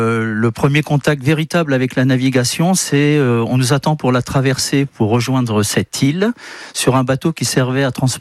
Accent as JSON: {"language": "French", "town": "Vitry-aux-Loges", "region": "Centre-Val de Loire", "country": "France", "tie": "born there", "said": "je suis né à Vitry-aux-Loges au bord du canal."}